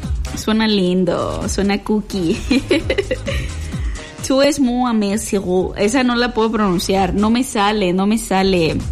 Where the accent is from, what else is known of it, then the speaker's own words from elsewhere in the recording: Apatzingán, Michoacán, Mexico; Pues no va a sonar japonés porque no soy de Japón. No, soy de Apatzingán.